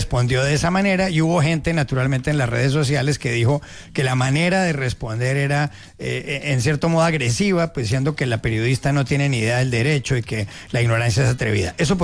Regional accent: Cali, Valle del Cauca, Colombia; born there; Yo sí fui engendrado en Cali, seguro, y nací en Cali.

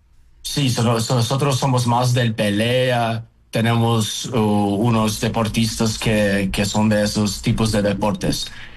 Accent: Uzbekistan; Spanish is a second language; also born or lived in United States / Medellín, Colombia; now in Mexico City, Mexico; me recuerdan mucho a mi país de origen. Nosotros uzbecos también somos así.

